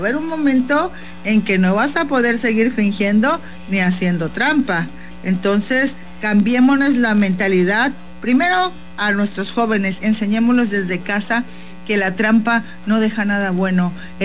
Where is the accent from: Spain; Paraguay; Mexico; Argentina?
Mexico; nuestra mentalidad debe de cambiar como mexicanos